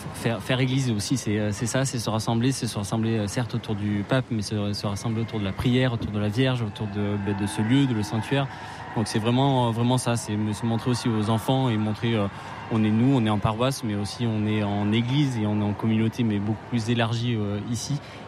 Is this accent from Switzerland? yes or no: no; Nantes, Pays de la Loire, France; On vient de Nantes.